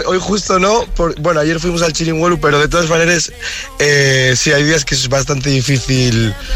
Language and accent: Spanish; Gijón, Asturias, Spain; Bueno, yo, Aitana, tengo que corregirte, soy de Gijón, no de Ribadesella